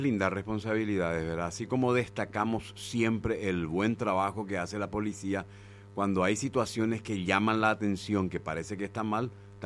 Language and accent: Spanish; Paraguay; ¿Será que como paraguayo haríamos lo mismo hacia el Brasil?